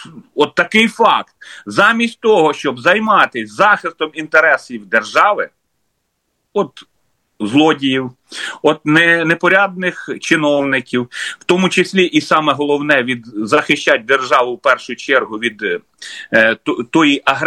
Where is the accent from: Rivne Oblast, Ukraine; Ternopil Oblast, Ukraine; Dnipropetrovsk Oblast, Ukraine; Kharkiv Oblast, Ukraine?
Dnipropetrovsk Oblast, Ukraine; моєї рідної області, Дніпровської